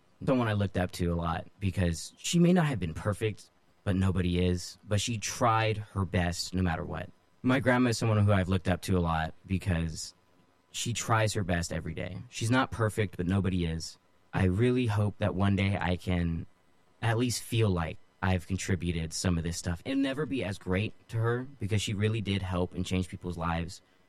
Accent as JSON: {"language": "English", "town": "Modesto", "region": "California", "country": "United States", "tie": "born or raised there", "also_born_or_lived": "Hayward / Keyes", "said": "So I'm originally from Hayward, California, but I moved when I was probably about 3 or 4 years old to Keyes, which is a city in between Ceres and Turlock. But then I only stayed there for a little bit till I moved to Modesto."}